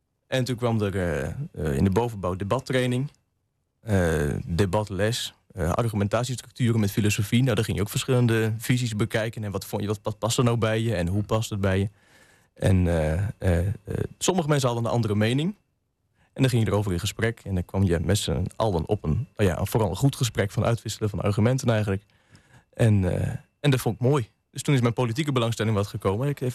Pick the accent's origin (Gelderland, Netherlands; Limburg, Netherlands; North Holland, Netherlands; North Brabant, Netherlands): Gelderland, Netherlands; Wapenveld; also born or lived in Zwolle; Ik ben 22 jaar. Ik kom uit Wapenveld. Ja, ben er geboren in het ziekenhuis in Zwolle